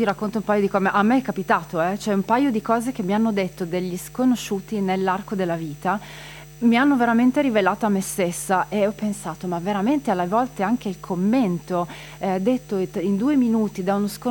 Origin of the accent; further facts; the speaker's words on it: Friuli-Venezia Giulia, Italy; No, ancora, noi siamo un po' strani perché siamo in Venezia Giulia, ma siamo anche friulani.